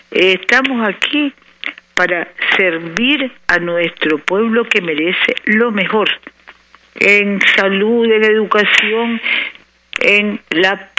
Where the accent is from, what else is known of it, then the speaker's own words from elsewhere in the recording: Nicaragua; avanzar como pueblo nicaragüense cristiano, socialista, solidario